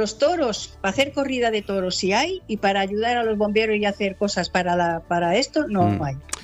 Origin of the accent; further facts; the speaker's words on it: Region of Murcia, Spain; born there; moved away; en mi pueblo, digamos, donde yo nací, en Murcia, al lado